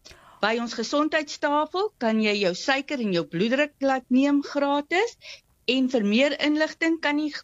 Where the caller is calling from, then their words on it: Empangeni, KwaZulu-Natal, South Africa; Goeiemôre Sue, dis … ek is van Empangeni. Ons is so katspoegie weg van Richards Bay af, hier in die lekker warm KwaZulu-Natal.